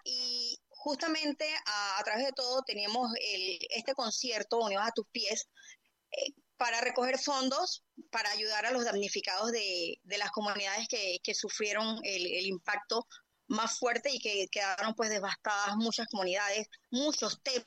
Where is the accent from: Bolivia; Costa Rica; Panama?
Panama; nosotros como panameños hemos visto la mano de Dios en medio de toda esta catástrofe